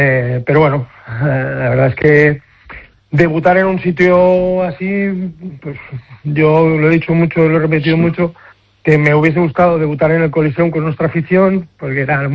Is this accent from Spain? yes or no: yes; Badalona, Catalonia, Spain; Soy de Badalona, pero también soy del Barça de fútbol.